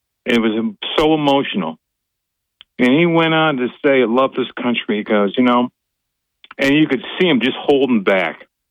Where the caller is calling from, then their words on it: Binghamton, New York, United States; from Binghamton.